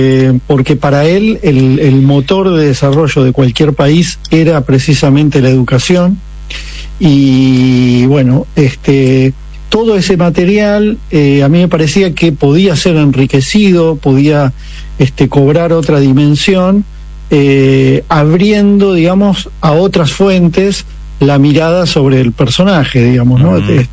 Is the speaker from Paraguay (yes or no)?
no; La Plata, Buenos Aires Province, Argentina; yo soy platense